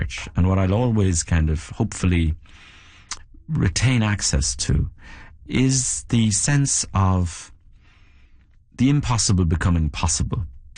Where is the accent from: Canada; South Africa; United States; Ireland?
Ireland; I grew up in Ireland